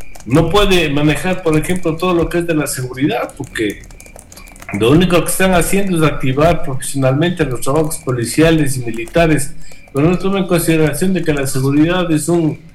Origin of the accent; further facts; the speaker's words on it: Ecuador; tenemos que pensar como ecuatorianos